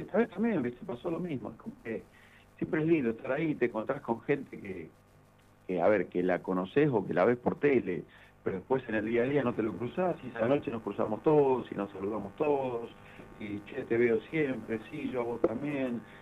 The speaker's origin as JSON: {"language": "Spanish", "town": "Rufino", "region": "Santa Fe", "country": "Argentina", "moved": "yes", "said": "Yo soy del interior, de Rufino."}